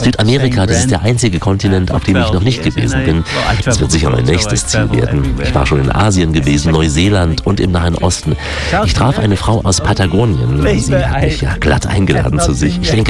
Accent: Netherlands; ich komme aus Niederlanden und ich fahre mit meinem Fahrrad hier.

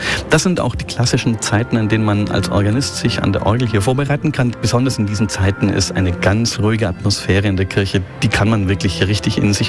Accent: Neuendettelsau, Bavaria, Germany; also born or lived in Nuremberg; Genau, ich bin in Nürnberg geboren am 2. Dezember. Ich bin also ein Nürnberger Christkind, wenn man so sagen möchte, und bin dann im Umland aufgewachsen in Neuendettelsau

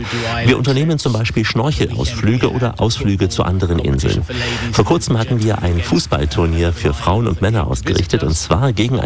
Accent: East India, India; German is a second language; Ich esse am liebsten Fisch, gebraten, denn ich stamme ja aus dem Osten Indiens und da haben wir auch viel Fisch.

